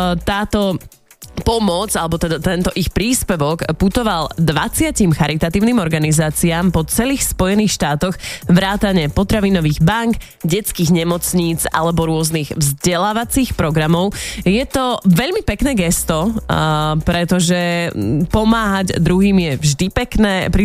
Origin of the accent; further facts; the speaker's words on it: eastern Slovakia, Slovakia; pretože u nás na východe